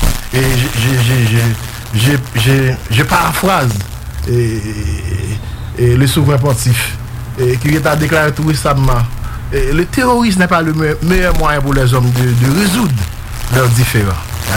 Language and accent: French; Haiti; Et la négritude, nous sommes des Noirs, nous qui sommes des Haïtiens.